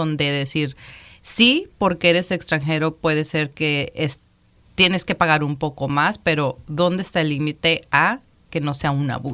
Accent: Mexico; Pero después si llegas, yo puedo llegar y yo, oye, soy mexicana.

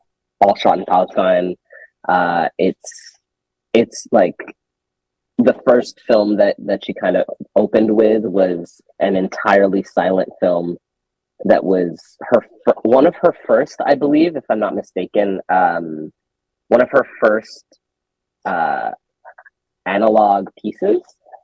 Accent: Ghana; also born or lived in Lesotho; now in Toronto, Canada; I'm based in Toronto, Canada, and I'm originally from Ghana and Lesotho.

